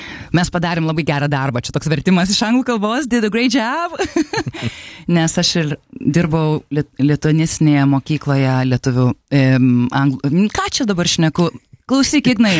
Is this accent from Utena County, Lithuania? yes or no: no; Kaunas, Kaunas County, Lithuania; now in Vilnius, Lithuania; atsikraustėm į Vilnių, nors aš esu iš Kauno.